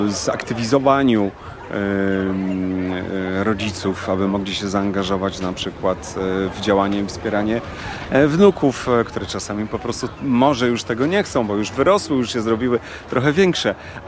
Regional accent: Kraków, Lesser Poland, Poland; now in Warsaw, Poland; Ja mamę chcę zabrać do Warszawy. Jestem z Krakowa.

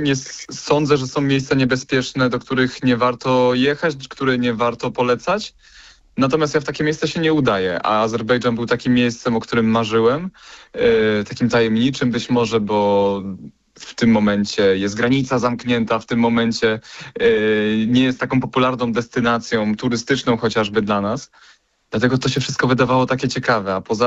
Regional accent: Puck, Pomeranian Voivodeship, Poland; born there; now in Wrocław, Poland; We Wrocławiu w tym momencie mieszkam, we Wrocławiu w tym momencie studiuję, natomiast urodziłem się w Pucku. Na wszystkich moich dowodach, wszystkich moich dokumentach miejsce urodzenia to jest właśnie Puck. Tam też mam nieopodal moją rodzinę, moich przyjaciół.

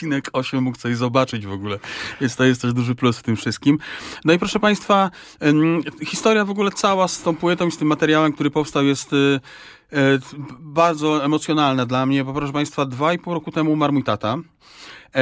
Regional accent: Świętokrzyskie Voivodeship, Poland; now in Łódź, Poland; Ja jestem łodziakiem i lodzermęszem na maksa, chociaż pochodzę z Gór Świętokrzyskich.

